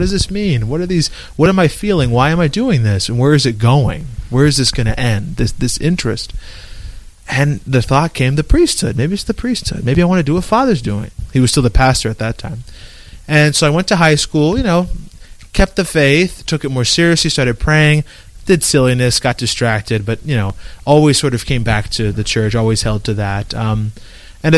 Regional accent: Homestead, Florida, United States; I come from Homestead, Florida, which is about 30 minutes south of the city of Miami, but all part of the Archdiocese. I grew up in a very Catholic household. I was adopted when I was about 2 weeks old

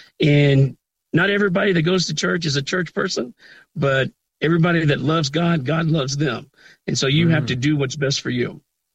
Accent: the South, United States; I grew up on wrestling in the South.

